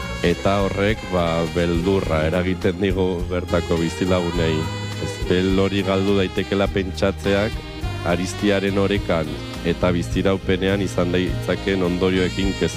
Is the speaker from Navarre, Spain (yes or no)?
yes; Aibar, Navarre, Spain; Gure herrian Oibarren